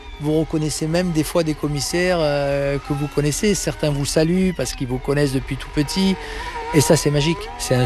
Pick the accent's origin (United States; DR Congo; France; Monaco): Monaco; born there; Quand on est monégasque